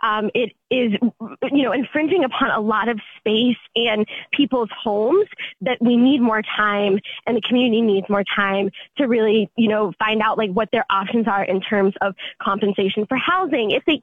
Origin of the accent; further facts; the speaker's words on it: Baton Rouge, Louisiana, United States; now in New Orleans, United States; I'm from Baton Rouge, but I live in New Orleans. I've been in New Orleans for about a decade now.